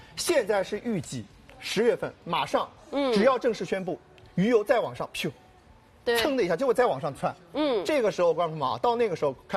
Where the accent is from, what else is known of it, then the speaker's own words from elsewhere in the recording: China; 我们中国人